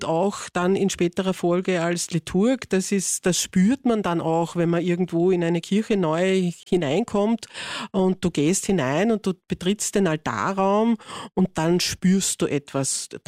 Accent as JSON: {"language": "German", "region": "Vienna", "country": "Austria", "said": "Weil ich das als Wienerin so gewöhnt bin."}